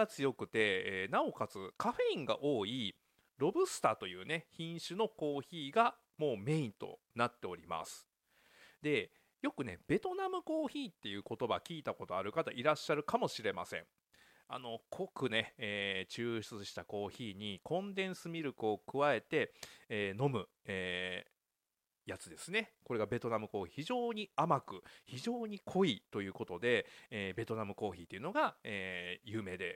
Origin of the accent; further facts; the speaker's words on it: Kansai, Japan; 僕ね関西出身なんで、もともとはねすごく繊細な出汁の味で育ってるんですけども、